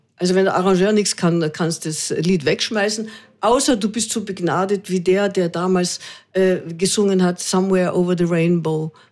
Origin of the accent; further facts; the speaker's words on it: Austria; je suis désolée, je suis autrichienne. Und also es tut mir wahnsinnig leid, aber ich bin Österreicherin.